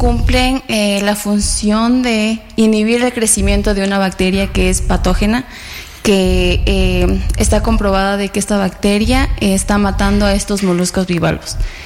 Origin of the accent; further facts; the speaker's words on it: Pelileo, Tungurahua, Ecuador; moved away as an adult; now in Latacunga, Ecuador; yo soy de Tungurahua, específicamente de Pelileo, pero por mis estudios estoy aquí en Atacunga. Pero por tesista fui allá a Santa Elena.